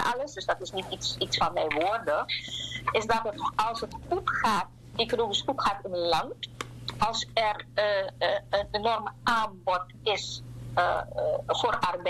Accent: Suriname

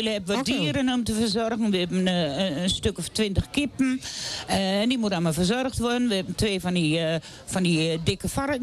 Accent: Gelderland, Netherlands; Ik ben in Willep Achterhoek geboren.

